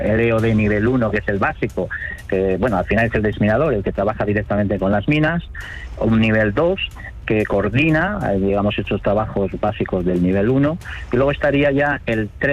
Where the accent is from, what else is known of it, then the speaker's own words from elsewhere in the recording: Asturias, Spain; pues soy un asturiano de pura cepa